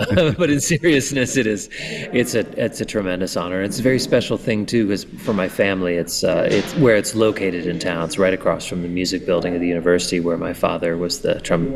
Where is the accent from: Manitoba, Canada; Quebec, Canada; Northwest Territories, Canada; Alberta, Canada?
Manitoba, Canada; Brandon; moved away; it's in my hometown of Brandon, Manitoba